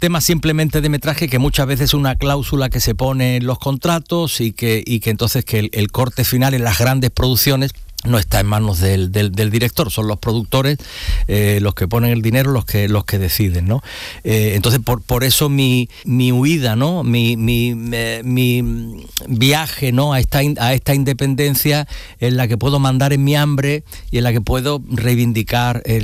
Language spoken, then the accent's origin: Spanish; Seville, Andalusia, Spain; now in Madrid, Spain; Y he hecho aquí mi tierra, que es Andalucía, y que bueno, yo me vine muy niño, muy jovencito a Sevilla, y aquí he rodado mucho.